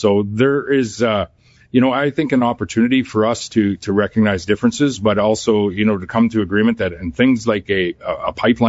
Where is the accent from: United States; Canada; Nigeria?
Canada; I'm not an Albertan, but I am a Canadian